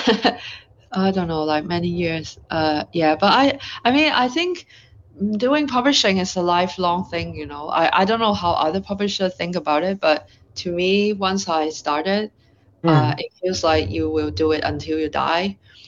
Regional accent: Hong Kong; English is a second language; I am someone from Hong Kong. And so, like, a place which you came from represents certain things, right?

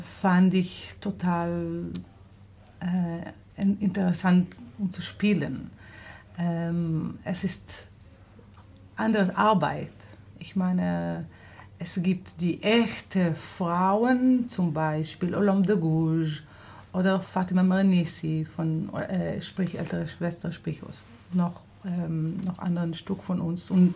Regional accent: Israel; accent: Israeli; German is a second language; moved away as an adult; now in Potsdam, Germany; ich komme aus Israel, ich bin in Potsdam seit 2016.

